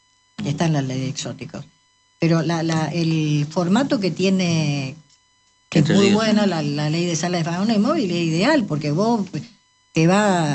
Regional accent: Corrientes, Argentina; somos todos correntinos

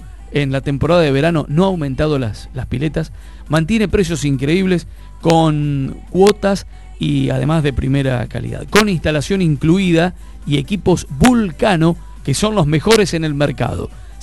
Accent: Argentina; somos así, muy argentinos.

